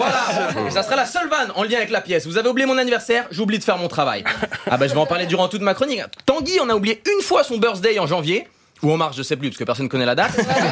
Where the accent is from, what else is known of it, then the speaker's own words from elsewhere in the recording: Switzerland; je lui file un billet de 50 euros car je suis suisse.